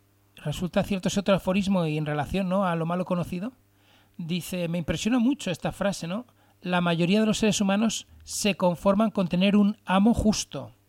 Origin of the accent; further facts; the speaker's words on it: Valencian Community, Spain; Ambos somos valencianos, mediterráneos.